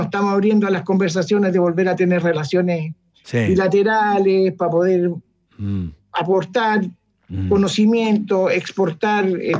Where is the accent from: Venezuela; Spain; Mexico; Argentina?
Venezuela; Soy de Venezuela.